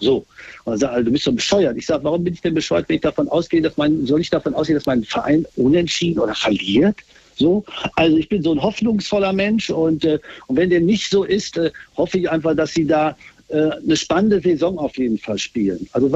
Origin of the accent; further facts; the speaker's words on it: North Rhine-Westphalia, Germany; Da bin ich geboren, aber im Ruhrgebiet groß geworden.